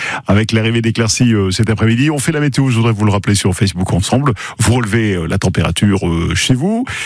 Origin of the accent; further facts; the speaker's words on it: Bayonne, Nouvelle-Aquitaine, France; Ce matin, c'est commencé gris, comme chez nous à Bayonne, c'est pareil.